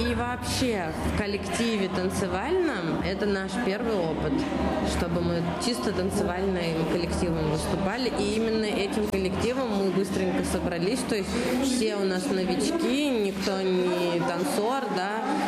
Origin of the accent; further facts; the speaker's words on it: Mari El, Russia; я из Республики Мариэл.